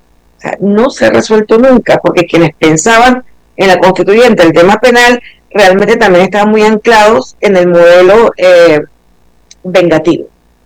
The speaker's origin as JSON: {"language": "Spanish", "country": "Venezuela", "said": "uno como abogado, como venezolano"}